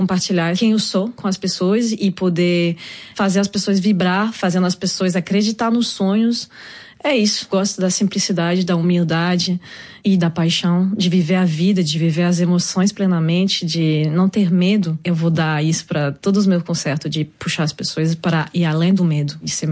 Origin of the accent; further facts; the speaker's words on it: France; Portuguese is a second language; also born or lived in Cádiz, Spain; Eu sou nascida em França, cresci, minha cultura é francesa, a multiculturalidade vem daí.